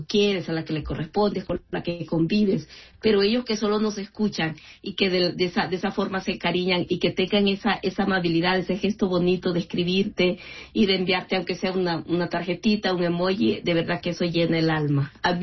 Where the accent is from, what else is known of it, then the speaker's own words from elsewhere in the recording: El Salvador; moved away as an adult; now in Los Angeles, United States; Cuando yo vine de El Salvador acá, vine a trabajar al consulado.